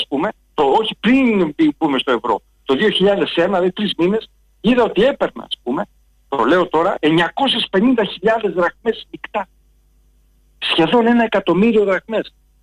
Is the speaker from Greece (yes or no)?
yes; Zacharo, Western Greece, Greece; σταματάω, ας πούμε, στο χωριό μου, εκεί στη Ζαχάρο, Κακόβατο και τα λοιπά.